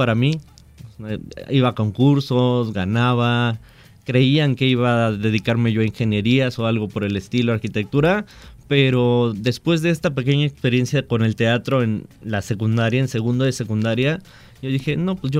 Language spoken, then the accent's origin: Spanish; Las Choapas, Veracruz, Mexico; moved away; Yo estuve en una secundaria en Las Chuapas, Veracruz, allá de donde soy. Uh-huh. Es una ciudad que está hasta lo último de Veracruz hacia el sur.